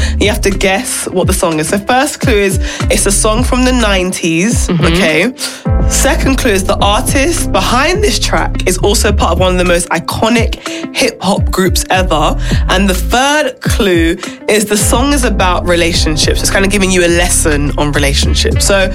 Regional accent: Nigeria; I'm Nigerian

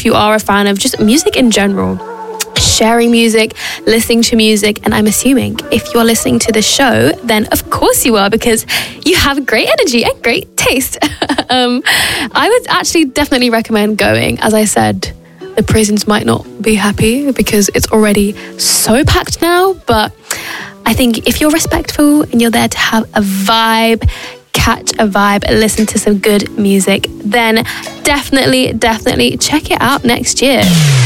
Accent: London, United Kingdom; as a Londoner

